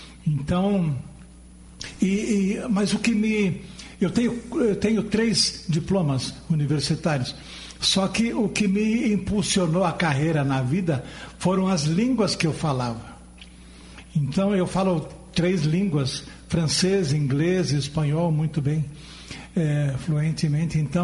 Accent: Porto Alegre, Rio Grande do Sul, Brazil; born there; moved away as an adult; now in Curitiba, Brazil; Eu sou nascido em Porto Alegre, eu sou um produto de exportação do Rio Grande do Sul.

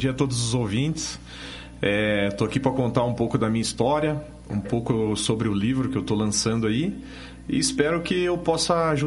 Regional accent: São Paulo, Brazil; also born or lived in Northeast Brazil; now in Quatro Barras, Brazil; Eu passei a grande parte da minha infância em São Paulo. Depois a gente foi para o Nordeste, minha mãe é nordestina. E aí, enfim, a gente veio aqui para o Sul, fomos morar ali em Quatro Barras.

